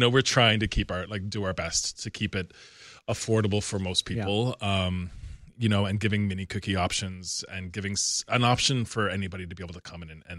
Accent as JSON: {"language": "English", "region": "Newfoundland and Labrador", "country": "Canada", "said": "I'm from Newfoundland"}